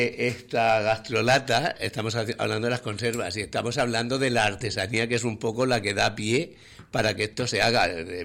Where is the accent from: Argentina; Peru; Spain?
Spain; Cartagena, Region of Murcia; born there; Digo, yo es que nací en Cartagena y mi padre, siempre como era cartagenero